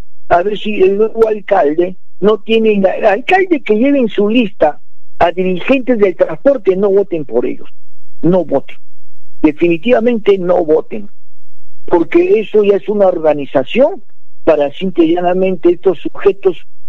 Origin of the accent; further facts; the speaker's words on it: Peru; todos los peruanos